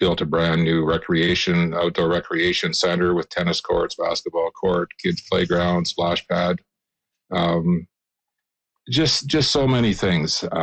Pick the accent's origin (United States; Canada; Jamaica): Canada; Gore Bay, Ontario; I was born and raised in Gore Bay.